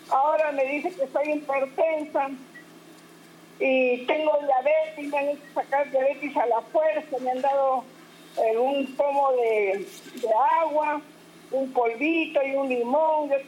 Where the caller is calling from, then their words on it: Tacna, Peru; Sí, estoy llamando de Tacna, jovencito.